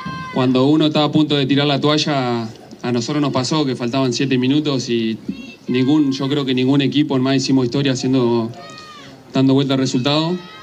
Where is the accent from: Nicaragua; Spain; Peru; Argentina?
Argentina; Todos somos argentinos y siempre queremos ganar, ¿no?